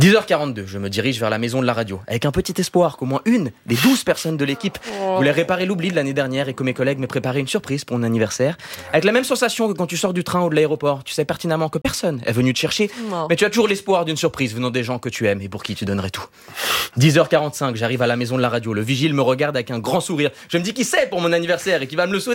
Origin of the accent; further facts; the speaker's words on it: Switzerland; je lui file un billet de 50 euros car je suis suisse.